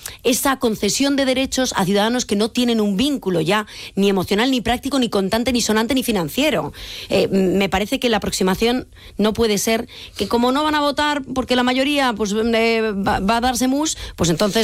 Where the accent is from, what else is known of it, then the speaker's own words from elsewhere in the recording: Galicia, Spain; como gallega, ciudadana gallega, que paga impuestos y que ya no está censada en Galicia, no puedo votar en Galicia, y soy ciudadana gallega y tengo una casa en Galicia.